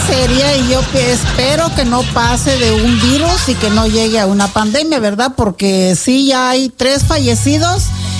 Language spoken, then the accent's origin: Spanish; Mexico; sigo siendo mexicana